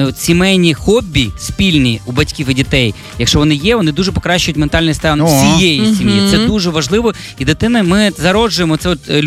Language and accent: Ukrainian; Khmelnytskyi, Khmelnytskyi Oblast, Ukraine; Мій рідний Хмельницький